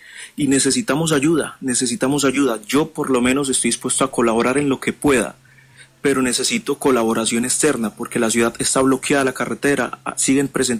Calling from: Buenaventura, Valle del Cauca, Colombia; también vivo en la ciudad de Buenaventura y pues es una ciudad que está damnificada.

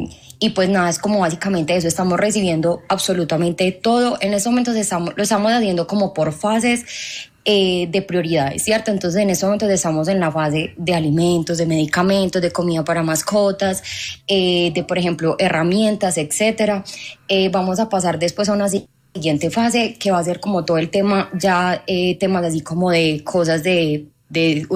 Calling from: Medellín, Antioquia, Colombia; yo me comunico desde Medellín.

